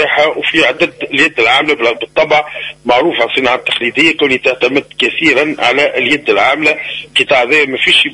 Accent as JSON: {"language": "Arabic", "country": "Tunisia", "said": "هنا من عندنا في تونس"}